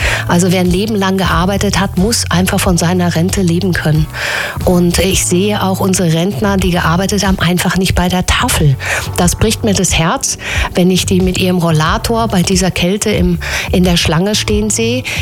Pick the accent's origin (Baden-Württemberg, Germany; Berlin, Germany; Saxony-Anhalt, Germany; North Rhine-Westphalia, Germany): North Rhine-Westphalia, Germany; Münster; now in Munich, Germany; München ist mittlerweile meine Heimat. Man hört, dass ich nicht aus München bin oder aus Bayern bin. Ich bin aus Münster in Nordrhein-Westfalen. Aber ja, jetzt schon 28 Jahre in München